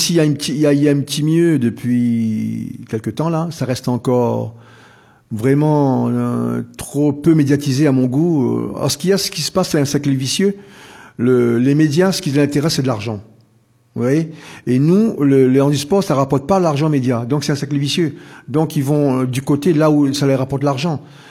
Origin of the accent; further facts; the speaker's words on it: Réunion; la Réunion que je suis réunionnais